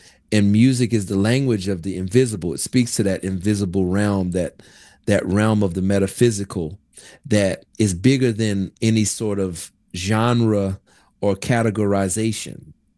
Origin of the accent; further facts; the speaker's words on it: Kenner, Louisiana, United States; You know, I'm a kid from Kenner, Louisiana, who grew up in a musical family and a musical environment.